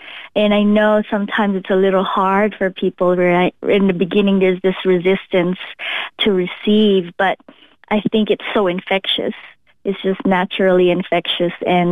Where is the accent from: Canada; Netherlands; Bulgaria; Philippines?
Philippines; now in Bellingham, United States; I'm from the Philippines. And growing up in the Philippines, we have a lot of festivals.